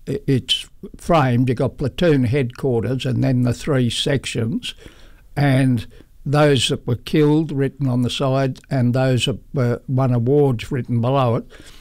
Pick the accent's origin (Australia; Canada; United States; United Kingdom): Australia; Tamworth, New South Wales; My hometown.